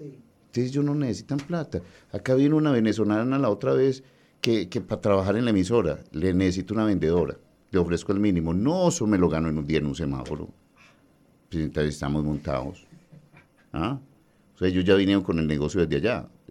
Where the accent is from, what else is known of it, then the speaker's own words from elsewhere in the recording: Antioquia, Colombia; los antioqueños tenemos un corazón tan noble que nos gusta ayudar, nos gusta servir